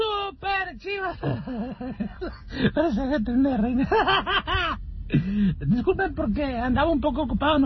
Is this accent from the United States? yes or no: yes; Las Vegas, Nevada, United States; Pero dice que vive en Las Vegas. Yo soy de Las Vegas, ese güey no.